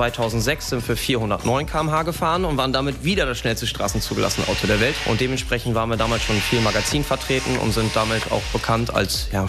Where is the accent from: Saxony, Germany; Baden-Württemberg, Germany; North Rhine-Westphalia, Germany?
North Rhine-Westphalia, Germany; Dortmund; als Dortmunder